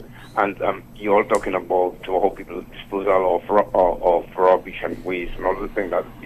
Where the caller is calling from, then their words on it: Guadeloupe; where I'm calling from Guadeloupe